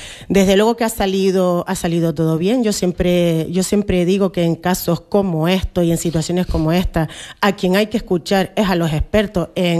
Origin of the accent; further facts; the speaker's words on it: Canary Islands, Spain; Yo me he sentido como canaria